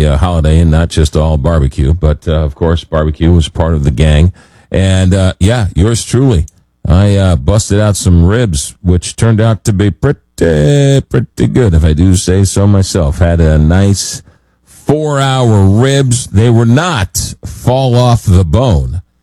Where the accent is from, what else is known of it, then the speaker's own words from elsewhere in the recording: East Coast, United States; now in St. Louis, United States; I didn't know what barbecue was growing up on the East Coast. I had to come to St. Louis in the Midwest to learn what good barbecue was all about.